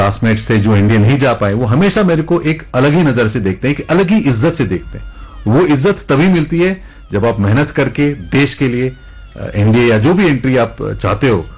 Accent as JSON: {"language": "Hindi", "town": "Jatu Lohari", "region": "Haryana", "country": "India", "tie": "born or raised there", "said": "हमारा मेरा गांव है जाटू लोहारी भिवानी में"}